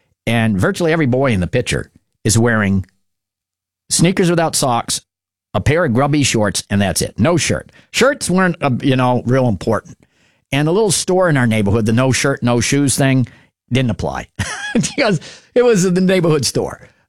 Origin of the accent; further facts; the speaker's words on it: Marlborough, United States; also born or lived in Surry; I grew up late 60s, early 70s. I moved to Marlborough in 69, summer of 69, 70. Started first grade in Marlborough. And my grandparents had their house right on Main Street. My parents, we moved from Surrey